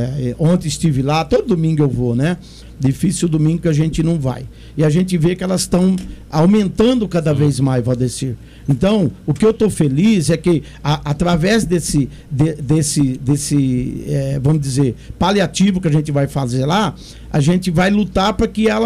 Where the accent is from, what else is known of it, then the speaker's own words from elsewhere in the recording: Brazil; na Vila Gadini, né? Onde eu nasci, onde a gente criamos junto